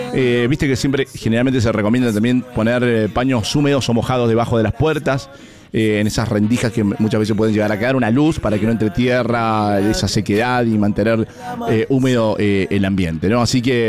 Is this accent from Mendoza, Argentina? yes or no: yes; Mendoza, Argentina; como mendocinos conocemos el Zonda